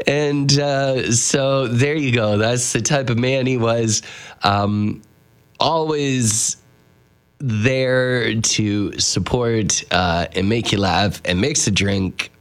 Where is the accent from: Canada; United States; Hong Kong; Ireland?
Canada; But of course, being French Canadian, it was like Houston Lake.